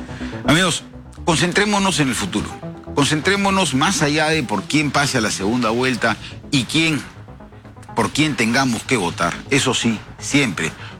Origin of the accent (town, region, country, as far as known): Peru